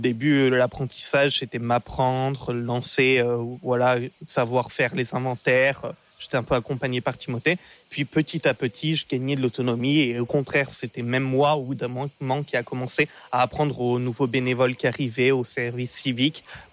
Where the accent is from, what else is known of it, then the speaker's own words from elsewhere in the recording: Auvergne-Rhône-Alpes, France; par chez nous en Haute-Loire.